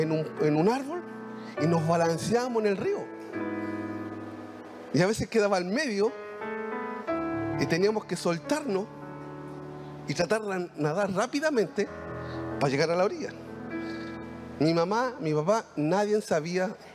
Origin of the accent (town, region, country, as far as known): Concepción, Biobío, Chile; born there